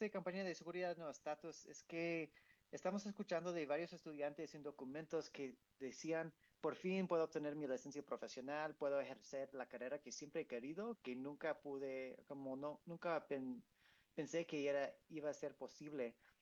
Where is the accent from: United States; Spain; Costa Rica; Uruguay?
United States; Spanish is a second language; soy gringo, no sé si notas o no, pero hace 10 años yo pasé un año viviendo en México, en el bello estado de Tlaxcala.